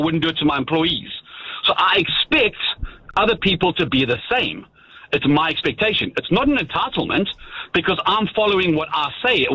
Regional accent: South Africa; But I'm the kind of person, because I'm South African, I'm quite a, people say I'm aggressive.

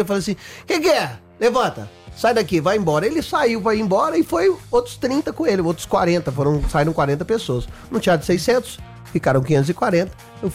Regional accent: Guarani, Minas Gerais, Brazil; E eu doei tudo pra Guarani, minha cidade natal. Bonitinho. Tem 9 mil habitantes

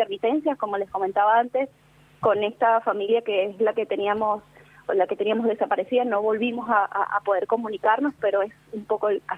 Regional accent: Venezuela; now in Argentina; si bien somos muchos los venezolanos en Argentina

